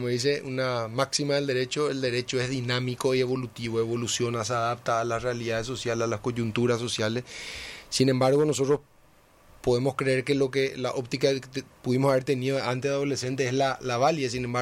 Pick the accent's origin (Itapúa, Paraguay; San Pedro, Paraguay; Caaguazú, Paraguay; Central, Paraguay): Itapúa, Paraguay; Encarnación; cuando tuve 16 y 17 años en Encarnación, mi ciudad natal